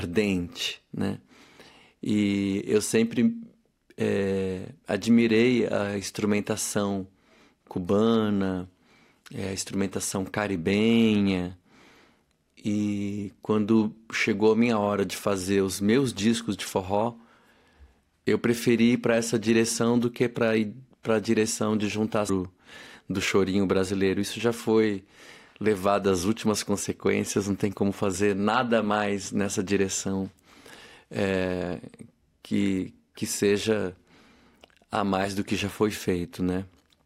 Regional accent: Brazil; Porque aqui o português que a gente fala, né, não é o mesmo idioma que eles falam

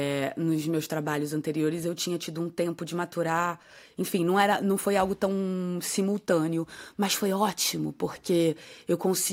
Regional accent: Rio de Janeiro, Brazil; o tanto que ela me influenciou na minha infância lá no Rio

